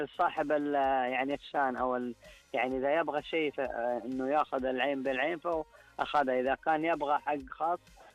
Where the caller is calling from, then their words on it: Badr, Medina Province, Saudi Arabia; أكلمكم من محافظة بدر.